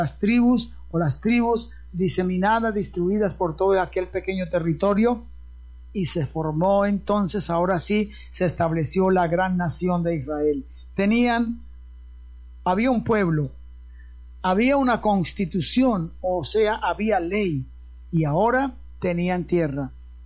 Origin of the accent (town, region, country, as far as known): Colombia